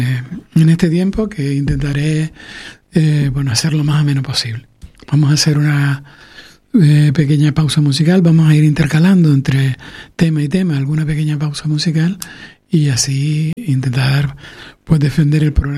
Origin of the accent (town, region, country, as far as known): Canary Islands, Spain